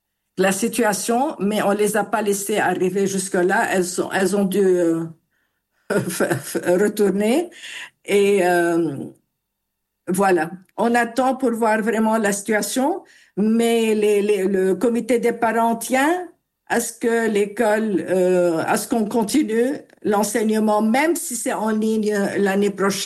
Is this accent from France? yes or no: no; Lebanon; en tant que Libanais, vraiment très connus pour le niveau de notre niveau éducatif, pour nos diplômes